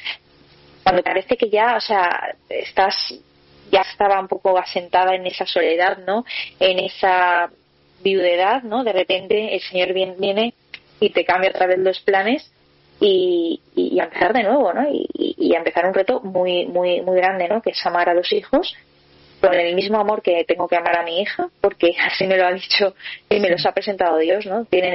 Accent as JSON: {"language": "Spanish", "town": "Valencia", "region": "Valencian Community", "country": "Spain", "said": "en un encuentro del que yo tenía en Madrid, yo soy de Valencia, y me fui a Madrid"}